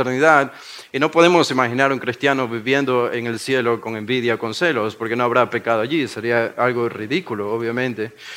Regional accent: Guayaquil, Guayas, Ecuador

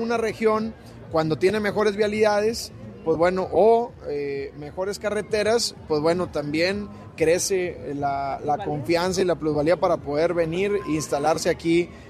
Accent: Villa Unión, Coahuila, Mexico; En el 2019 sufrimos un ataque en mi pueblo, en Villa Unión.

